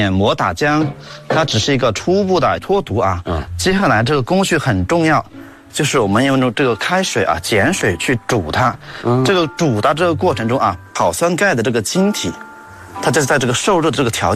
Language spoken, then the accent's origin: Chinese; China; 我们中国人吃这个魔芋的历史至少可以追溯到1700多年的这个西晋时期